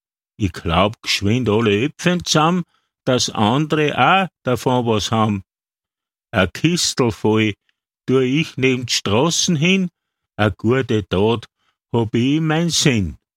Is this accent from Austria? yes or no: yes; Lower Austria, Austria; Bei uns daheim im Mostviertel die sogenannten Kloröpfe, wenn man so einen Baum im eigenen Garten hat.